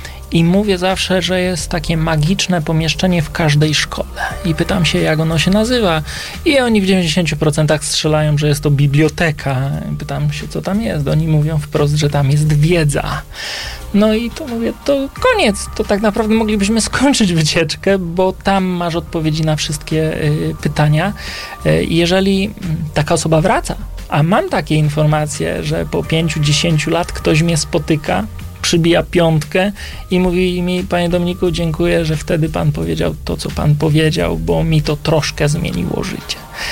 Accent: Kielce, Świętokrzyskie Voivodeship, Poland; No bo daje mi jakiś obcy facet wizytówkę z zamku, a ja jestem z Kielc.

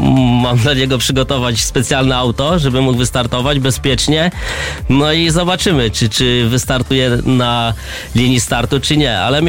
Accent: Ostróda, Warmian-Masurian Voivodeship, Poland; Pierwszą edycję mieliśmy u nas w Ostródzie

